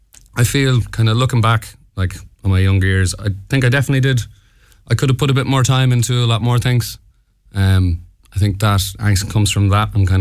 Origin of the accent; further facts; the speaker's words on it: Ballinrobe, Connacht, Ireland; I'm from Ballinrobe, County Mayo.